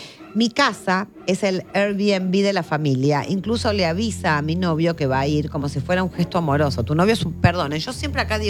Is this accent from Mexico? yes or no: no; Argentina; now in Norway; de Argentina, pero los miro por YouTube desde Noruega.